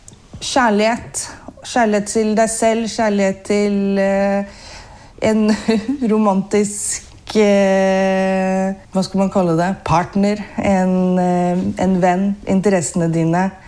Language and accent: Norwegian; Geilo, Buskerud, Norway; Ja, jeg kommer fra Hallingdal, da. Jeg kommer fra Geilo, men det hører man ikke så godt heller.